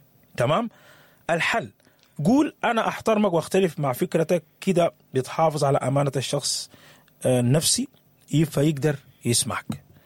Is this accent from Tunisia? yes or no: no; Sudan; يبري أرضنا السودان